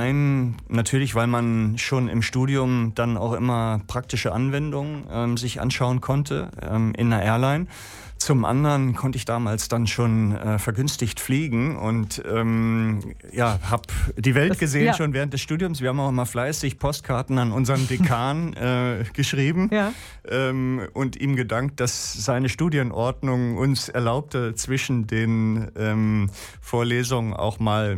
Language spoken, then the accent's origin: German; Hamburg, Germany; also born or lived in Glückstadt, Schleswig-Holstein; Ich bin eigentlich in Hamburg, im Süden von Hamburg groß geworden.